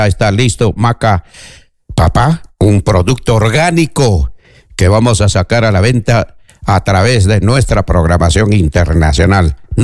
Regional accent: Peru; En el Perú, todos somos peruanos

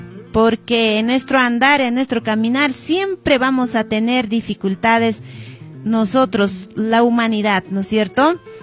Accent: Cusco, Peru; En donde sea estamos los cusqueños

